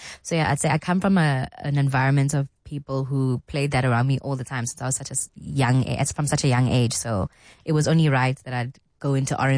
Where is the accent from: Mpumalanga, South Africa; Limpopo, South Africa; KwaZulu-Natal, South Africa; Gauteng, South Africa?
KwaZulu-Natal, South Africa; Durban; And I'm from Durban.